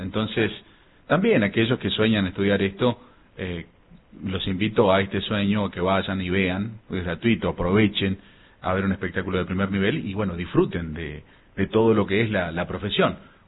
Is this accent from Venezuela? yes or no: no; Mendoza, Argentina